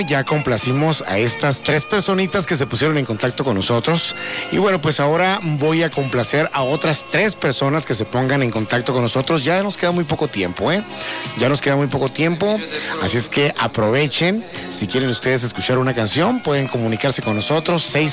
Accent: Mexico; Fíjate que sí tengo, soy mexicano.

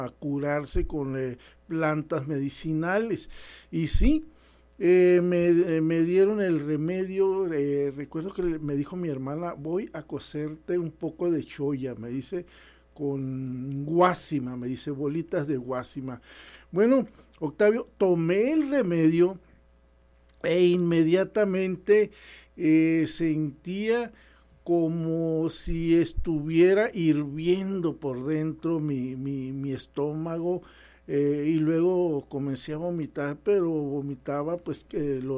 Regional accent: Sinaloa, Mexico; born there; moved away; vivía yo en mi pueblo, en mi pueblito querido

